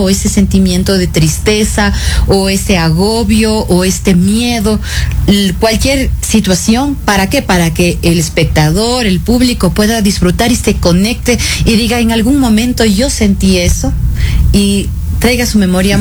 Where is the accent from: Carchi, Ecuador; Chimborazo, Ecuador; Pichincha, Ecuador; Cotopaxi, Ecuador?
Pichincha, Ecuador; Quito; Yo soy quiteña.